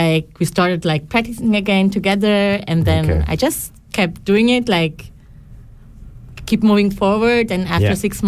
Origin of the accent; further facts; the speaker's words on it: Colombo, Western Province, Sri Lanka; I'm from Colombo, Sri Lanka.